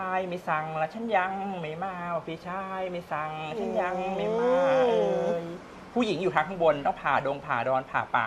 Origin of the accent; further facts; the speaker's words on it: Phe, Rayong, Thailand; ชุมชนบ้านเพที่โตมาอยู่โตที่เพเติบโตที่ระยอง